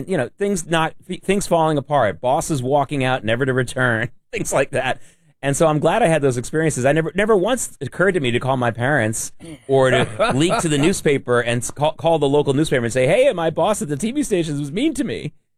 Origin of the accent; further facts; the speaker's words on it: Norfolk, Virginia, United States; now in New York, United States; before I came to New York, I was growing up in Norfolk, Virginia. And my block in Norfolk, Virginia, which was upper middle class, but a little bit more than middle class neighborhood.